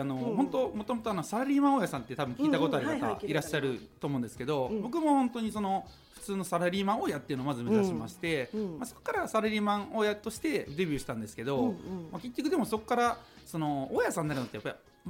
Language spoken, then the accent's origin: Japanese; Sapporo, Hokkaido, Japan; now in Osaka, Japan; はい、今私大阪に住んでるんですけども、もともと北海道札幌出身でして、